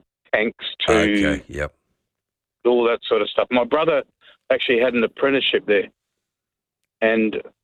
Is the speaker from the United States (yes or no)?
no; South Australia, Australia; Yeah, I grew up in South Australia. I'm still here.